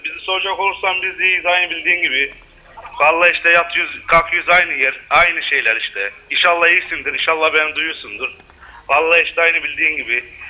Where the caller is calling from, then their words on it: Nazilli, Aydın, Turkey; Nazilli Açık Cezaevinden arıyorum.